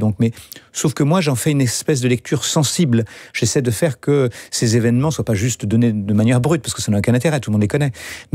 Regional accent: France; J'ai 11 ans quand … meurt. Et tout d'un coup, tout s'est arrêté chez nous en France.

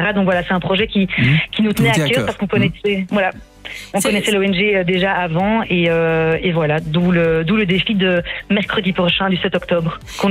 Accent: Beauvechain, Wallonia, Belgium; nous on vient de Beauvechain

